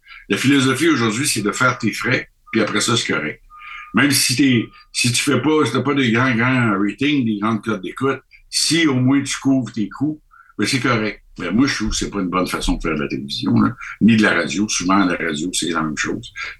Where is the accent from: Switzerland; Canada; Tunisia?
Canada; moi, je dis, écoutez, moi, je suis du Canada, je suis ici de passage.